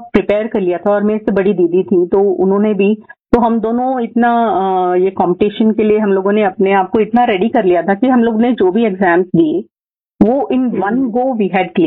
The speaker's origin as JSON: {"language": "Hindi", "town": "Bangalore", "region": "Karnataka", "country": "India", "also_born_or_lived": "Mumbai", "said": "और मैं बैंगलोर से हूँ।"}